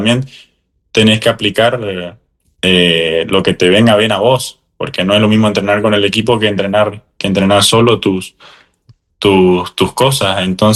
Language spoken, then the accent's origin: Spanish; Argentina